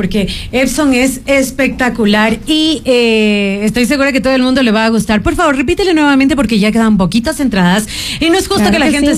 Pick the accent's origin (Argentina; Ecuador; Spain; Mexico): Ecuador; nosotros como buenos ecuatorianos tenemos que estar ahí